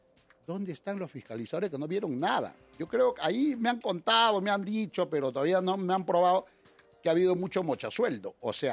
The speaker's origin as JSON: {"language": "Spanish", "town": "Nazca", "region": "Ica", "country": "Peru", "moved": "as an adult", "said": "Yo tengo 55 años, yo soy de Nazca, de Ica. Llegué a Lima con muchas ilusiones el 3 de enero del año 1989."}